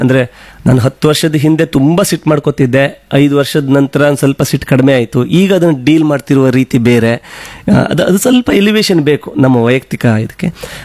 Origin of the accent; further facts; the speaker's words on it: Kundapura, Karnataka, India; ನಾವು ಕುಂದಾಪುರ ತುಳುವವರೆಲ್ಲ